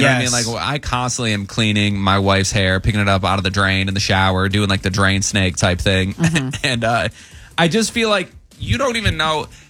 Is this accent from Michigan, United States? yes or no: yes; Michigan, United States; because I'm from Michigan. Not from Flint, though.